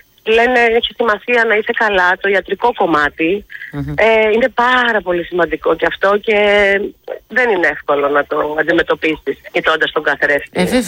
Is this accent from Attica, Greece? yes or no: yes; Piraeus, Attica, Greece; now in Athens, Greece; Ναι, ωραία, και εγώ είμαι Πειραιώτισσα, να ξέρεις. Αλλά είμαι εδώ πάνω τώρα, στην Αθήνα.